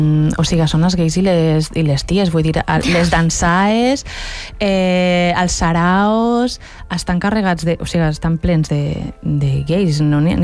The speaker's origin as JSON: {"language": "Catalan", "region": "Valencian Community", "country": "Spain"}